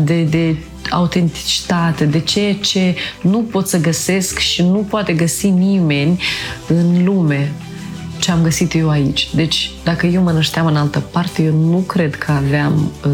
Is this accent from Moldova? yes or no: yes; Moldova; born or raised there